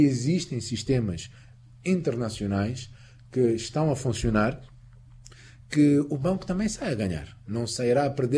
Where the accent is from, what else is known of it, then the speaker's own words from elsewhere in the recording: Mozambique; Não só como muçulmanos, mas também como moçambicanos.